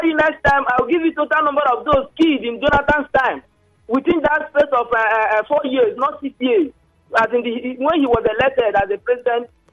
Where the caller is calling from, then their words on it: Rivers, Nigeria; I'm calling from Rumo Domaya.